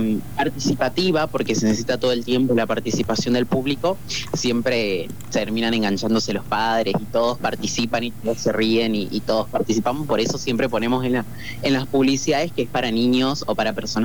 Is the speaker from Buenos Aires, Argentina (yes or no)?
no; Puerto Esperanza, Misiones, Argentina; somos de Puerto Esperanza, entonces nada, estamos ahí bastante influenciados por eso.